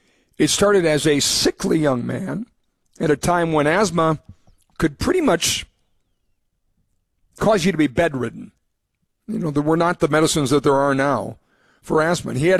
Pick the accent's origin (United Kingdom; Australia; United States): United States; Fargo, North Dakota; They asked where I was from. I said, Fargo.